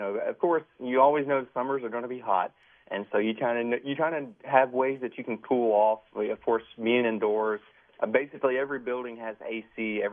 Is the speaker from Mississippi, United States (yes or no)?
no; Florence, South Carolina, United States; moved away; my hometown Florence, it's situated in a spot where I don't want to say a sweet spot. It's not really a sweet spot, but basically it's far enough from the coast where we really don't get